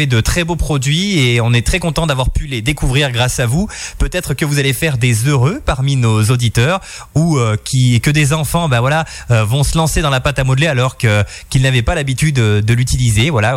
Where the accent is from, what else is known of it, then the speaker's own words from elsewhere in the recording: Auvergne-Rhône-Alpes, France; de chez nous en Auvergne.